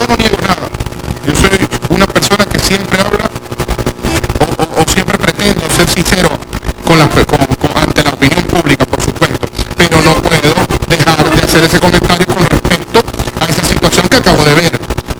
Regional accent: Venezuela

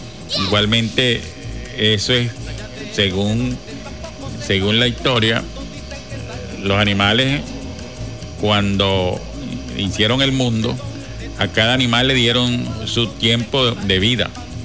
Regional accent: Guasdualito, Apure, Venezuela; moved away; allá de mi pueblo, Guajualito

